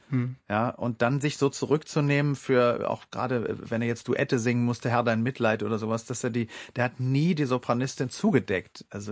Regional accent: West Germany, Germany; Ich bin ja im Westen groß geworden.

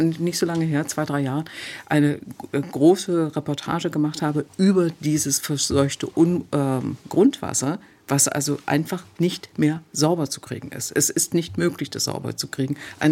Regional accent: Greppin, Saxony-Anhalt, Germany; also der schmutzigste Ort liegt zwischen Wolfen und Bitterfeld, also da wirklich original da, wo ich herkomme. Grepin. Und Grepin ist ein Ort, das ist der schmutzigste Ort Europas gewesen.

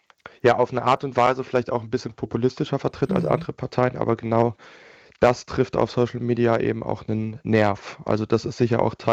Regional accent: Berlin, Germany; weil für mich ist es auch eine Heimat und ein Ort, wo ich aufgewachsen bin.

